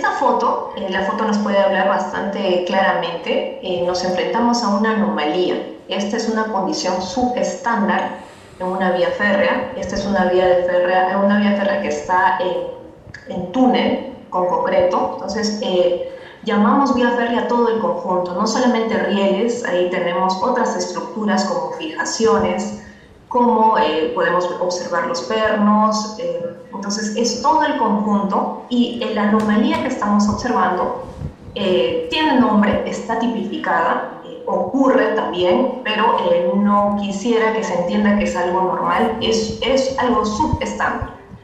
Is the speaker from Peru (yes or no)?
yes; Peru; Yo soy de Perú